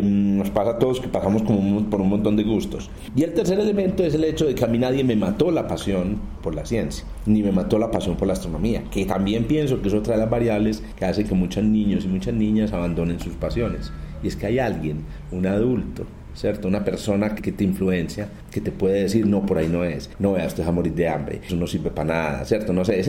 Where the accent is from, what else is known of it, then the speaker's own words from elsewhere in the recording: Bello, Antioquia, Colombia; yo soy de Bello, ¿sabes? Soy de Bello